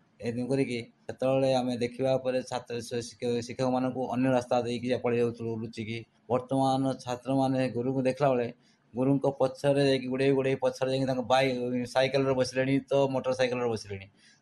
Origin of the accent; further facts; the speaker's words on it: Mausuda, Odisha, India; ମୋର ଜନ୍ମ ମଉସୁଦା ଗ୍ରାମରେ, ଭଦ୍ରକ ଡିଷ୍ଟ୍ରିକ୍ଟର ଚାନ୍ଦବାଲି ବ୍ଲକରେ। କିନ୍ତୁ ମୋର ପାଠପଢ଼ା ଆରମ୍ଭ ଗ୍ରାମ ସ୍କୁଲରେ